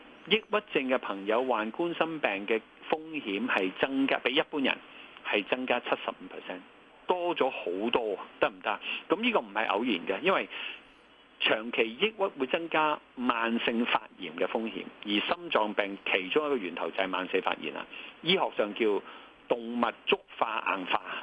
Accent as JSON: {"language": "Cantonese", "country": "Hong Kong", "said": "我作為香港人、作為廣東人"}